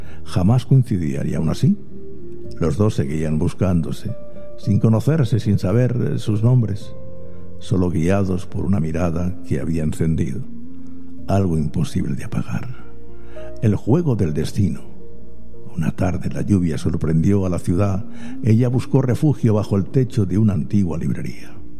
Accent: Murcia, Region of Murcia, Spain; born there; nací en Murcia capital

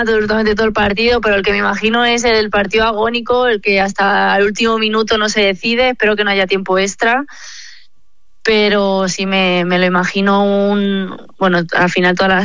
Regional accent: Madrid, Community of Madrid, Spain

